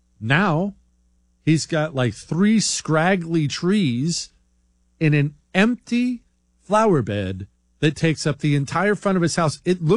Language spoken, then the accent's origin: English; Cuba; I'm originally from Cuba, but I got my naturalization more than 16 years ago.